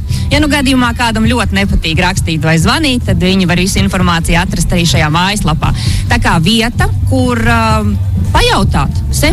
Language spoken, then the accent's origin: Latvian; Riga, Latvia; born there; moved away as an adult; now in Ventspils, Latvia; Esmu dzīvos turpat, kur jūs Mieri ielā Rīgā.